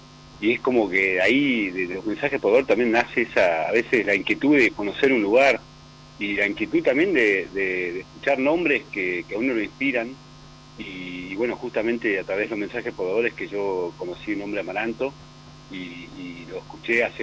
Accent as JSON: {"language": "Spanish", "town": "Bariloche", "region": "Río Negro", "country": "Argentina", "tie": "born or raised there", "said": "yo soy de Bariloche, nacido y criado en Bariloche y eso, muy vinculado a toda la región patagónica, en toda su extensión, desde mar a mar, y soy apasionado de este territorio."}